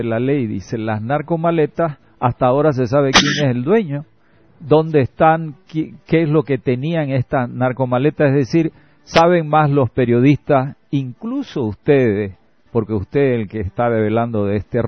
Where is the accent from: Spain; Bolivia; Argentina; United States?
Bolivia; Nosotros somos bolivianos.